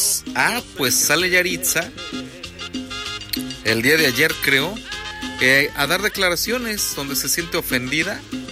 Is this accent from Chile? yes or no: no; Mexico; así somos los mexicanos.